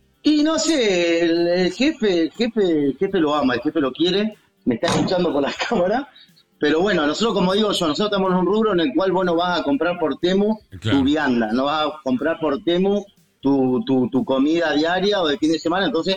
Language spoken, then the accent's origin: Spanish; Cipolletti, Río Negro, Argentina; moved away as an adult; now in Neuquén, Argentina; Yo soy de Cipolletti, acá al lado, de la ciudad al lado, pero bueno, vivo acá hace 15 años.